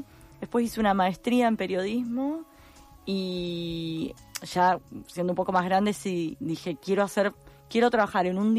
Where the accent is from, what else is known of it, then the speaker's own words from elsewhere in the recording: Cipolletti, Río Negro, Argentina; moved away as an adult; now in Buenos Aires, Argentina; yo soy de Cipolletti, vine a Buenos Aires a estudiar artes